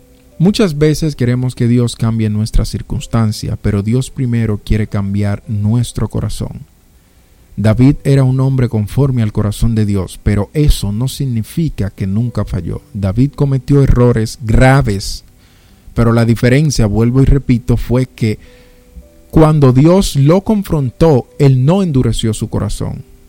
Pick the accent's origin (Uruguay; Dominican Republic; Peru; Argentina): Dominican Republic; como decimos los dominicanos